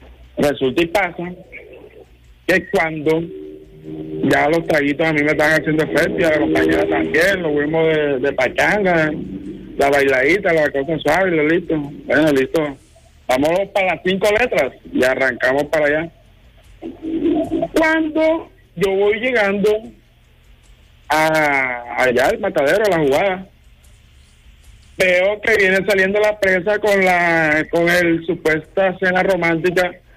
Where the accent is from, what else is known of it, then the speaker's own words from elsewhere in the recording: Bolívar, Colombia; O sea, yo vivo acá en Central Valle, pero yo soy costeño. Pero en la región momposina.